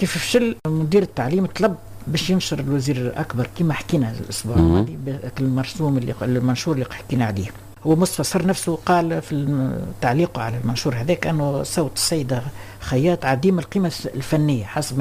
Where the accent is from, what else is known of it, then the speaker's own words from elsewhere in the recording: Tunisia; accent: Tunisian; كما نقولوا باللغه بلهجتنا التونسيه